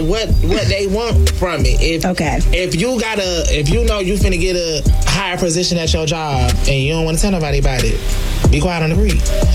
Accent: Florida, United States; when I grew up, like, I grew up in Florida. My family used to love fishing.

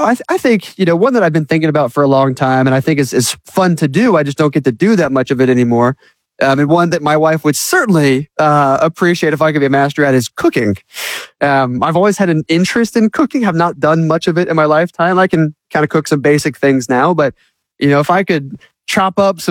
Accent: Loganville, Georgia, United States; also born or lived in Brunswick; You know, I actually spent 17 years in one house. Before I was 1 year old, my parents moved up to Loganville, Georgia. I was actually born in Brunswick, right near St. Simon's

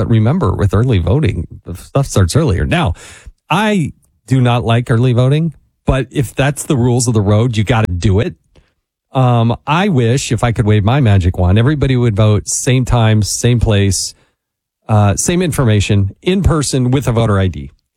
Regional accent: Utah, United States; They're on KNRS, kind of my hometown station there in Utah.

